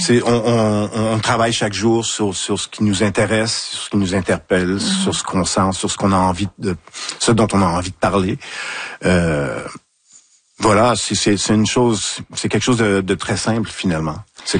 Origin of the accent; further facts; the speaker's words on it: Saguenay, Quebec, Canada; c'est le milieu d'où je viens. Je viens de Saguenay. J'ai été éduqué, élevé à côté de l'usine d'Alcan.